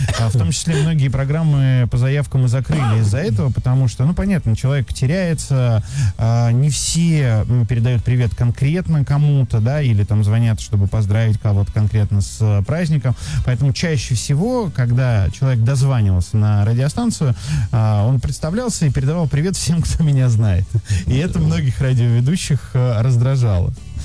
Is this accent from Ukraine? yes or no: no; Bryansk, Bryansk Oblast, Russia; Я помню, я поехал из Брянска в Санкт-Петербург на день открытых дверей в военную академию, куда я поступал, и остановился у двоюродного брата.